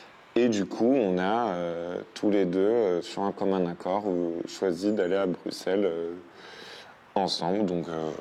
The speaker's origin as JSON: {"language": "French", "country": "France", "said": "Je suis français."}